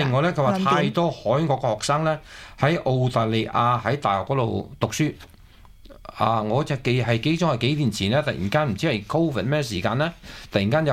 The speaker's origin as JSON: {"language": "Cantonese", "country": "China", "said": "真系我哋中国人嘅，即系龙当然系一个抽象式嘅个动物啦。"}